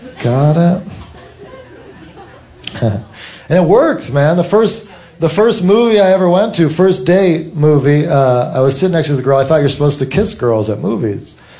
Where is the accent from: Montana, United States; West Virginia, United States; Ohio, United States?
West Virginia, United States; Morgantown; born or raised there